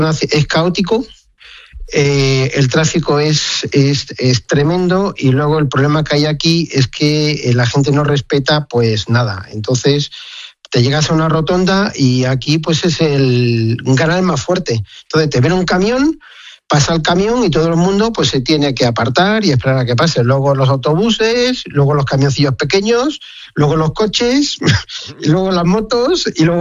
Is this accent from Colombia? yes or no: no; Spain; como español me decían, ostras, dice, este tío tiene que saber un huevo de fútbol